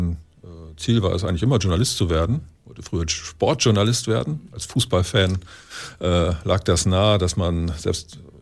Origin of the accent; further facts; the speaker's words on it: Lower Saxony, Germany; moved away as an adult; now in Bremen, Germany; Ich bin im Wendland groß geworden. Und dann irgendwann zum Studieren hier nach Bremen gekommen. Ich habe nach der Schule, nach dem Abitur, meinen Wehrdienst in Lüneburg abgeleistet, 10 Monate damals.